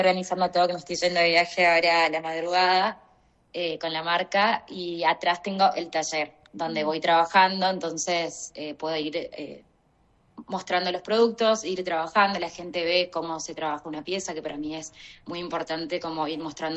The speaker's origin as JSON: {"language": "Spanish", "town": "Paso de los Libres", "region": "Corrientes", "country": "Argentina", "tie": "born or raised there", "said": "Yo soy de Paso de los Libres Corrientes. Es un pueblo acá en Corrientes."}